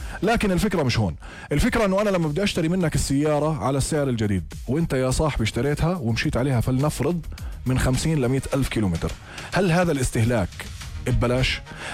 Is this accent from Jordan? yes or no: yes; Jordan; عندنا في الأردن